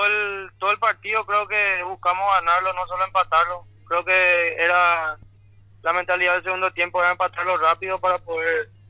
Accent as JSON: {"language": "Spanish", "town": "Ciudad del Este", "region": "Alto Paraná", "country": "Paraguay", "lives_now": "Guarambaré, Paraguay", "said": "No, yo soy de Ciudad del Este, pero prácticamente guarambareño, ya estoy hace años ya por Guarambaré."}